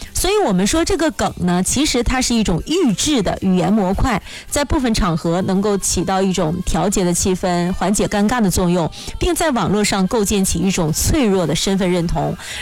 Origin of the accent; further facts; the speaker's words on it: Northeast China, China; accent: Northeastern (Dongbei) dialect; 可能就是像我们东北方言一样，这个六六六既可以是表扬也可以是讽刺